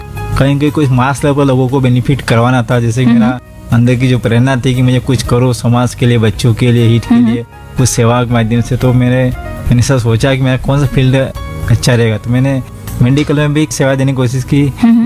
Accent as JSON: {"language": "Hindi", "town": "Anandpuri", "region": "Rajasthan", "country": "India", "tie": "born or raised there", "said": "मैं गांव का रहने वाला हूँ आनंदपुरी का।"}